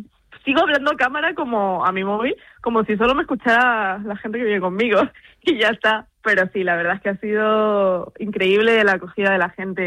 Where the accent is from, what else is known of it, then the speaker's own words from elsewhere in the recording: Canary Islands, Spain; Mi compañera vive en Tenerife y yo soy de Gran Canaria.